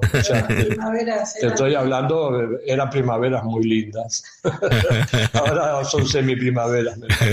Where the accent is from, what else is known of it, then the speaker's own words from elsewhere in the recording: Flores, Buenos Aires, Argentina; Bueno, nosotros somos de Flores.